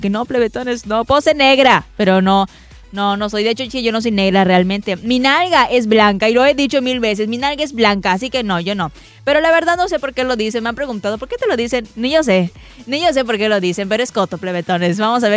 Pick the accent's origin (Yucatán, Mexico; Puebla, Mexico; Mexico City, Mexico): Yucatán, Mexico; Yo soy una mala yucateca